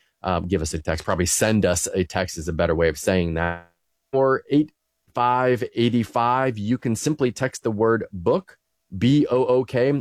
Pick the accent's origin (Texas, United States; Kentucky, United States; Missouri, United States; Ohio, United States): Ohio, United States; born there